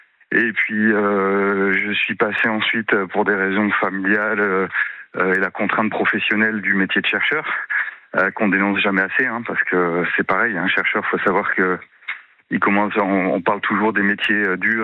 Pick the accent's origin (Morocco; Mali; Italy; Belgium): Belgium; moved away as an adult; also born or lived in Quebec, Canada; now in France; moi, je suis passé par 3 pays francophones différents. Donc, j'ai vécu 30 ans en Belgique, 4 ans au Canada français, donc au Québec. Et ça fait plus d'une dizaine d'années que je suis en France. Donc, j'ai été scolarisé en Belgique, dans le privé.